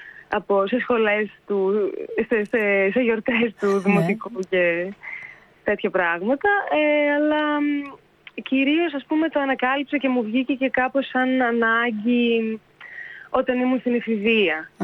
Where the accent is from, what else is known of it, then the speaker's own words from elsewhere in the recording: Ioannina, Epirus, Greece; Στα Ιωάννινα, ναι. Και στη Θεσσαλονίκη